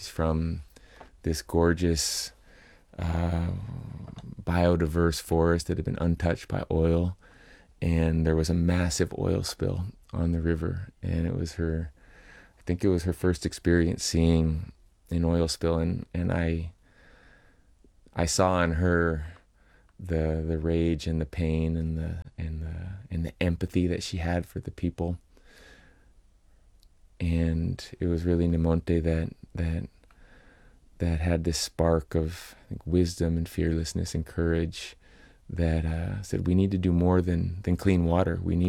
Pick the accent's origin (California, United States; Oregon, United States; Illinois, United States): California, United States; I grew up in California, just, 30 minutes drive away from the headquarters of Chevron.